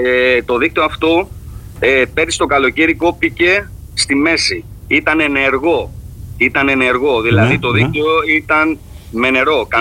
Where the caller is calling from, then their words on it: Kypseli, Crete, Greece; το χωριό μου η Κυψέλη